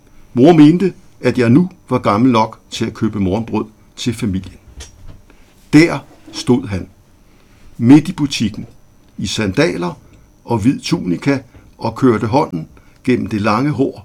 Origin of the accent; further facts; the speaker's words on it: Rødovre, Capital Region of Denmark, Denmark; Så min barndom har været i Rødovre.